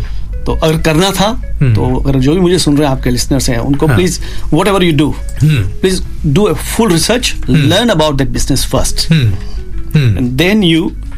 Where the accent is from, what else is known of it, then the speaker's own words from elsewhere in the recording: Rajasthan, India; देखो मैं तो राजस्थान से हूँ मारवाड़ी खून है